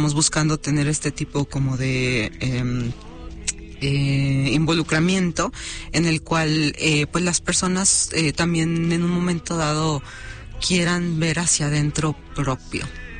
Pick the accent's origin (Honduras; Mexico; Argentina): Mexico; soy de aquí de México